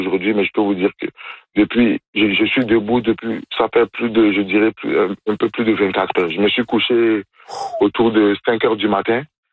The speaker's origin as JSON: {"language": "French", "country": "Benin", "moved": "yes", "lives_now": "Canada", "said": "de mon pays d'origine, du Bénin."}